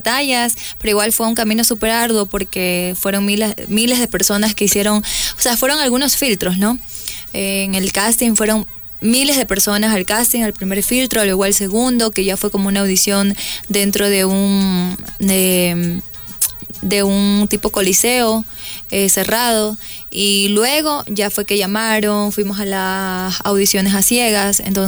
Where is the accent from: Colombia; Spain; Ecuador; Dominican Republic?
Ecuador; De lo que somos los ecuatorianos, toda la esencia, el sabor, la tradición, nuestros jugadores.